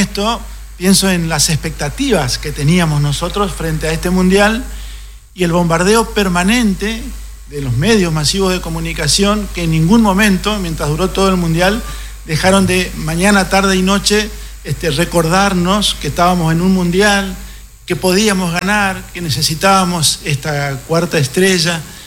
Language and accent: Spanish; Argentina; Porque también nosotros como argentinos tenemos esta gesta malvinense